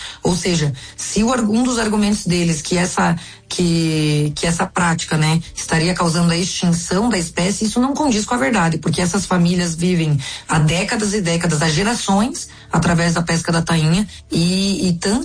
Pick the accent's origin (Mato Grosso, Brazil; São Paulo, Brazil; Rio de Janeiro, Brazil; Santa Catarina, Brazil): Santa Catarina, Brazil; aqui no oeste de Santa Catarina, que é a região onde eu nasci e vivo